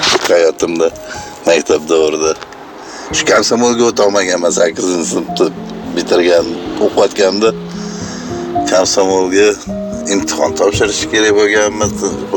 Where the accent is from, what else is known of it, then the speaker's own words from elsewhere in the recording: Tashkent, Uzbekistan; born there; Birinchi chiqqan maktabim Yunusobod tumani edi, o'sha 12-chi maktab.